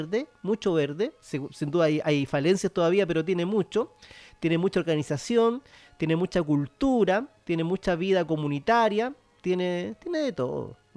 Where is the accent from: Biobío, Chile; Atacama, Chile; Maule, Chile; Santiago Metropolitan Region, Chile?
Santiago Metropolitan Region, Chile; Santiago; de repente ya de un día para otro éramos San Joaquín